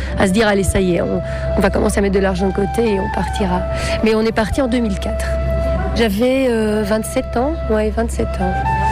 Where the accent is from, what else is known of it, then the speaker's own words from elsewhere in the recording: Belgium; On s'est rencontrés même à l'étranger, lui espagnol, moi je suis belge.